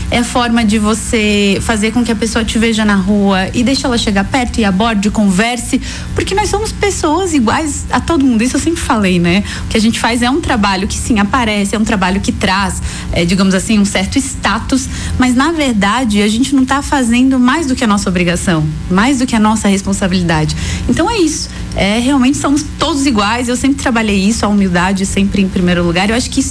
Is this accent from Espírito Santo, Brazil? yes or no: no; São José do Cerrito, Santa Catarina, Brazil; estudou porque eu sou de São José do Cerrito, deu aula.